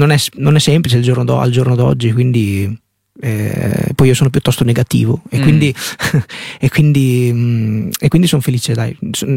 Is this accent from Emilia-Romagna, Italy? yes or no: yes; Cesena, Emilia-Romagna, Italy; però vengo